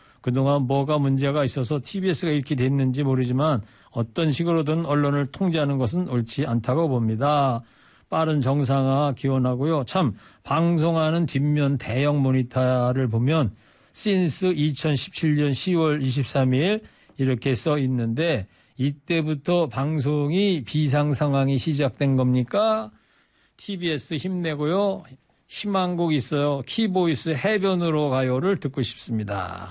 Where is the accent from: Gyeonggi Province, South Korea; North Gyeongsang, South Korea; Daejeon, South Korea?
Gyeonggi Province, South Korea; Anseong; 이게 저는 뭐 어릴 때부터 그 동네에서 살았던 사람인데 우리 동네 크리켓을 하다니 야 충격이었어요. 물론 그분들이 없다면 안성의 지역 경제도 안 돌아가겠죠.